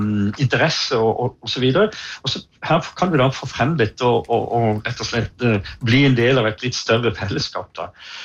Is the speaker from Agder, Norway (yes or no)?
yes; Kristiansand, Agder, Norway; Jeg kommer jo fra Kristiansand